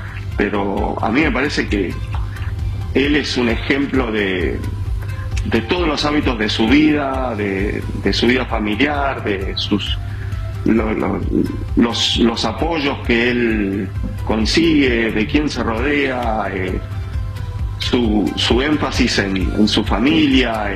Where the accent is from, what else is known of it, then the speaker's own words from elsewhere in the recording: Argentina; A mí me encanta y me encanta cómo nos representa ante el mundo como argentino.